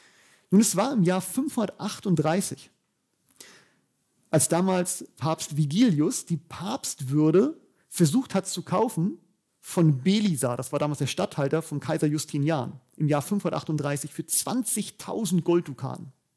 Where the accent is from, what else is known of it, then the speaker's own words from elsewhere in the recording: Bavaria, Germany; ich komme aus Bayern